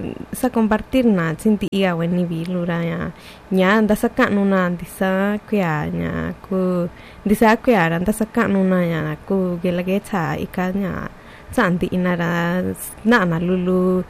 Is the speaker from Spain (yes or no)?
no; San Juan Mixtepec, Oaxaca, Mexico; first language Mixtec; yo soy originaria de San Juan Mixtepe, Oaxaca